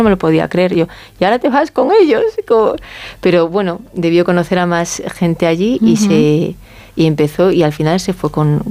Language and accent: Spanish; Galicia, Spain; moved away